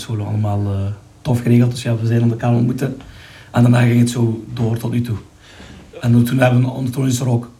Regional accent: Maastricht, Limburg, Netherlands; Ik kom uit Maastricht, ja, klopt.

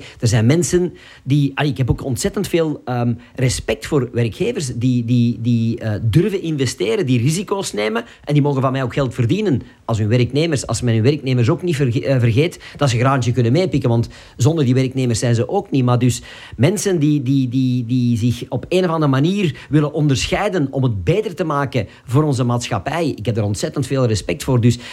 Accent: Turnhout, Flanders, Belgium; Ja, ik ben van Turnhout afkomstig. Als je vraagt Turnhout is wel bekend van de speelkaarten, maar ook van Soudal.

